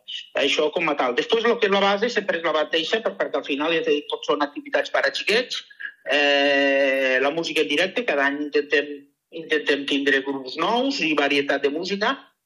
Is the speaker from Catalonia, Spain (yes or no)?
no; Rosell, Valencian Community, Spain; vam considerar que Rosell era un bon lloc, perquè nosaltres som de Rosell, per fer una miqueta de territori i de pertenència